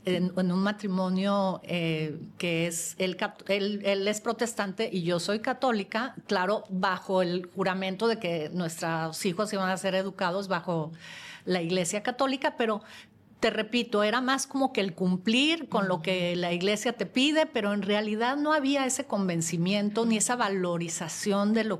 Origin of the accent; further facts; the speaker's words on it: Mexico; como buena mexicana teníamos nuestra Virgen de Guadalupe en nuestra casa